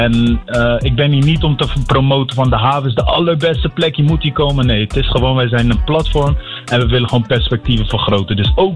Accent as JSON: {"language": "Dutch", "town": "Rotterdam", "region": "South Holland", "country": "Netherlands", "tie": "born or raised there", "said": "En ik ben zelf opgegroeid in Delfshaven."}